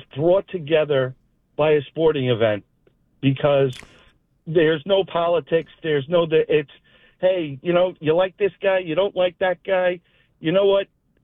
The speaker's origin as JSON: {"language": "English", "region": "New York", "country": "United States", "tie": "born or raised there", "said": "I grew up in New York. I still live in New York."}